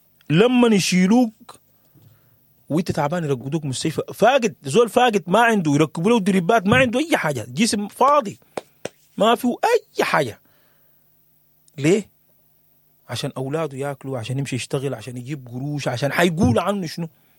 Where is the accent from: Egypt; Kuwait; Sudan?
Sudan